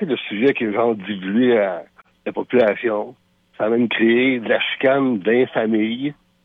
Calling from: Montreal, Quebec, Canada; J'appelle de Montréal, puis à Montréal, on dit hein, « quel but? »

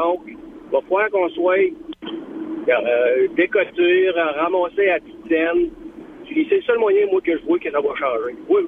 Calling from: Quebec, Canada; en tant que Québécois

